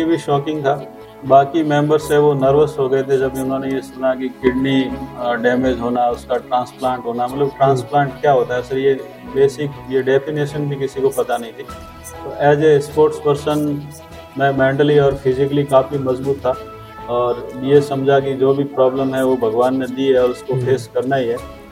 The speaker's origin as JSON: {"language": "Hindi", "area": "Sirohi district", "region": "Rajasthan", "country": "India", "said": "Sir, मैं राजस्थान सिरोही जिले से हूं। अभी राजस्थान गवर्नमेंट के अंदर मैं एज ए प्राइमरी टीचर गांव के अंदर ही पद स्थापित हूं।"}